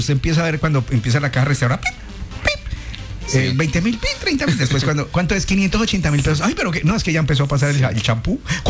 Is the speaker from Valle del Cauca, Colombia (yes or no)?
no; Pereira, Risaralda, Colombia; now in Villavicencio, Colombia; Me acuerdo acá en Villado cuando yo llegué de Pereira a vivir a Villavicencio.